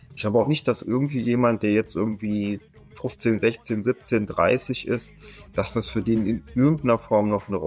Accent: Hesse, Germany; Da würde ich dann eher sagen, so als Hesse finde ich den irgendwie cool. Aber nicht als Westdeutsche.

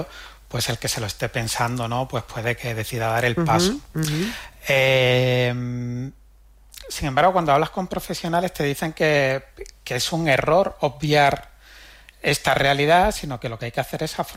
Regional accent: Cádiz, Andalusia, Spain; now in Málaga, Spain; Yo no soy de Málaga, yo soy de Cádiz. Llevo viviendo en la Costa del Sol unos 15 años.

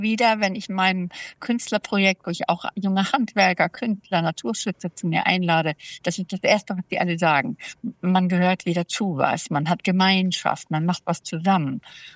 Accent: Germany; als Deutsche

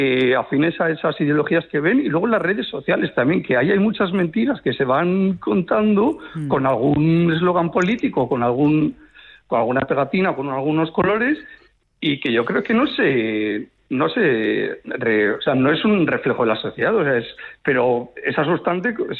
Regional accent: Pamplona, Navarre, Spain; now in San Sebastián, Spain; Soy de Pamplona, pero ahora vivo en Donosti.

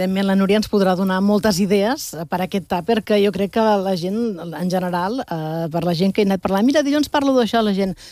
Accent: Lleida, Catalonia, Spain; Una mallorquina i una lleidatana

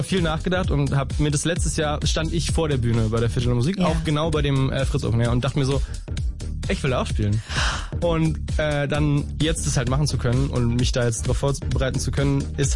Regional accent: Königs Wusterhausen, Brandenburg, Germany; Für alle waschechten Berliner komme ich aus Königs Wusterhausen.

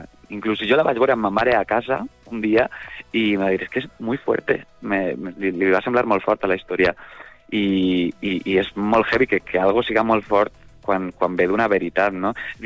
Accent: Onda, Valencian Community, Spain; moved away; em vaig apropar a una església del meu poble, de Onda, a la que jo anava de jove

